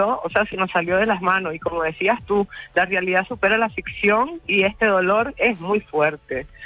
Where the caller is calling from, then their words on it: Venezuela; Somos venezolanas, yo estoy aquí en Caracas, Madrid.